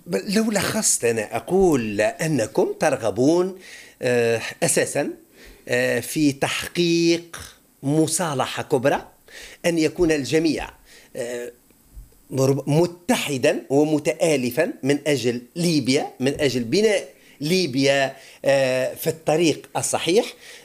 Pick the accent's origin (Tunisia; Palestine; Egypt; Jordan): Tunisia; نحن في تونس